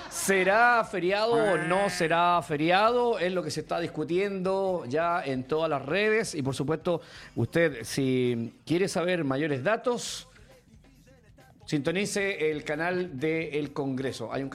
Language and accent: Spanish; Chile